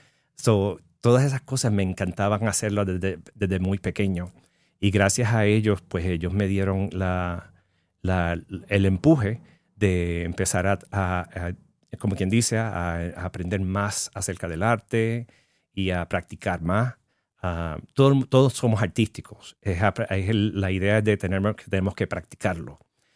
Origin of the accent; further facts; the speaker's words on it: Puerto Rico; now in Los Angeles, United States; Soy un artista puertorriqueño que está trabajando aquí en Reno